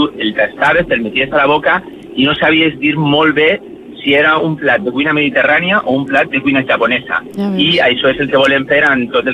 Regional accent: Valencian Community, Spain; jo soc de València, que és aquí

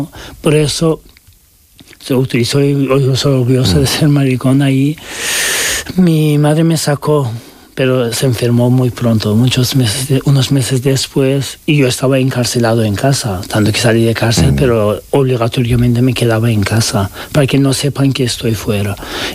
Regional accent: Turkey; Spanish is a second language; now in Spain; Y especialmente cuando eres inmigrante y LGBTI, da igual que seas también turco, porque digo, soy turco y podía pasar más sí.

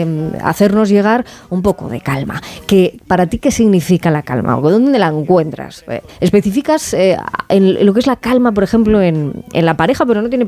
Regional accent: Málaga, Andalusia, Spain; soy de Málaga, ¿no?

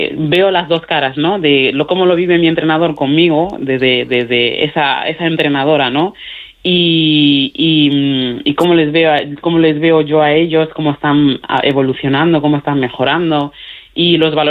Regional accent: Mali; Spanish is a second language; tengo una pareja maravillosa que también es de Mali y estamos volviendo a retomar el dialecto y bueno, volviendo a enraizarme, ¿no?

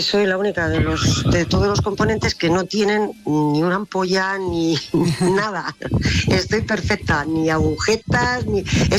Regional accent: Alicante, Valencian Community, Spain

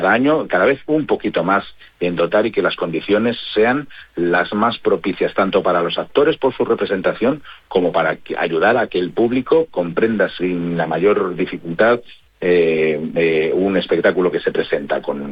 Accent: Valladolid, Castile and León, Spain; Yo, por ejemplo, que soy de Valladolid

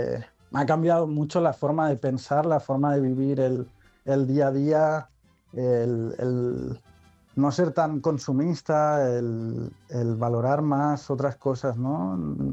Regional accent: Barcelona, Catalonia, Spain; moved away as an adult; now in Mexico; Pues soy de Barcelona, soy autónomo y me vine para aquí porque me lo podía permitir en ese momento con el trabajo.

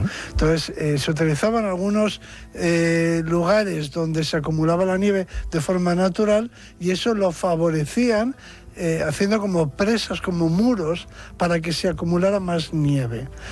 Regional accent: Bilbao, Basque Country, Spain; pero yo todavía he conocido de niño, en mi casa, en Bilbao, por ejemplo, no había frigoríficos, sino que había neveras

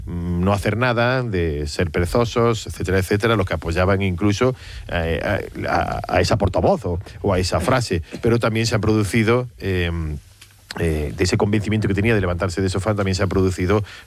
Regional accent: Andalusia, Spain; Yo me quedo con que somos andaluces y no solamente estamos levantados del sofá, sino que estamos siempre al pie del cañón.

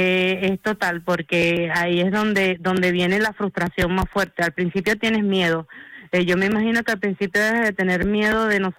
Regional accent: Monagas, Venezuela; now in Talavera de la Reina, Spain; Yo soy de la parte de oriente del país, de Monaga. Estoy a 8 horas en carretera de donde fue el devastador terremoto.

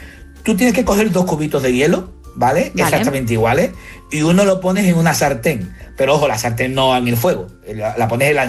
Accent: Seville, Andalusia, Spain; Yo que soy de Sevilla

